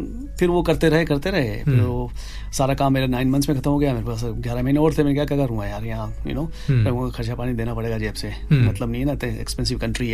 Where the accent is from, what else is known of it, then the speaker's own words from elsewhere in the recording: Rajasthan, India; मैं तो राजस्थान से हूँ मारवाड़ी खून है